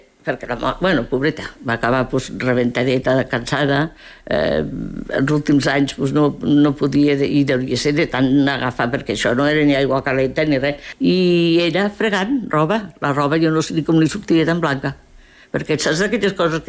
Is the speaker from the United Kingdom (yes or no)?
no; Andorra; born there; Catalan is a second language; Amb 8 anys jo llegia i escrivia perfectament, vaig aprendre el català, bueno, el català per suposat, perquè era el meu idioma, per mi. Jo estava aquí a Andorra i havia de parlar català amb les amigues i amb tothom.